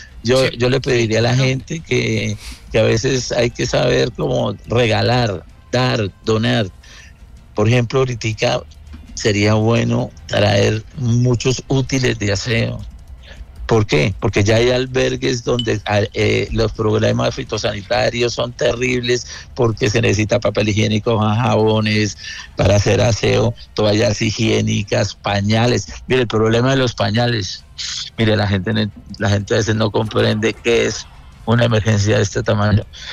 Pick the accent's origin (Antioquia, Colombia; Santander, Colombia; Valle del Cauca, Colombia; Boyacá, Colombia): Santander, Colombia; estoy en la tierra que amo. Yo soy santandereano.